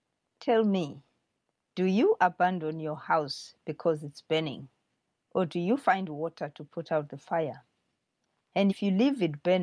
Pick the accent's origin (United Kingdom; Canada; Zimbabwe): Zimbabwe; moved away